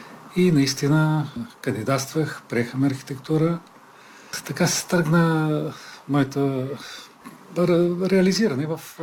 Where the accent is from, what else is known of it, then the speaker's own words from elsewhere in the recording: Blagoevgrad, Blagoevgrad Province, Bulgaria; also born or lived in Bachevo; На 4 години съм дошъл от моето родно село Бачево, Благоевград. И на квартира точно до почта, центъра на Благоевград.